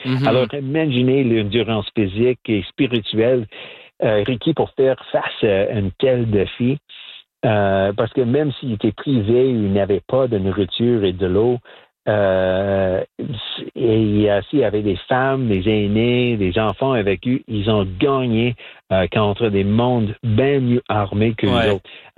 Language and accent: French; Saskatchewan, Canada; French is a second language; il faut pas oublier que je viens de Saskatchewan, d'une Première Nation, et très peu de Français là-bas dans les plaines, plus à Winnipeg, mais moins en Saskatchewan.